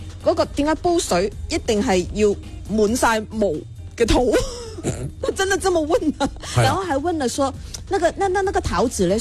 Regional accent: Guangdong, China; 我哋广东人

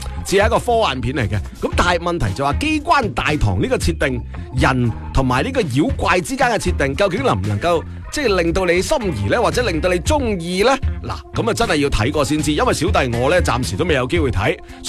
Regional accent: Guangdong, China

